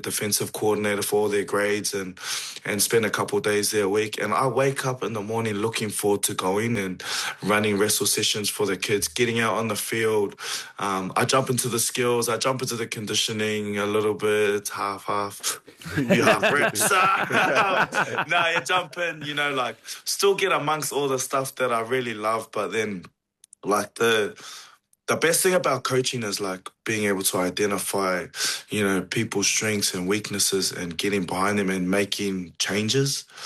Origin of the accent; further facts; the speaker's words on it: New Zealand; even sometimes I'm hoping Tonga gets upset against Kiwi, and I'm Kiwi, but it's because all our boys play for Tonga as well, and they're our twin nation, kind of.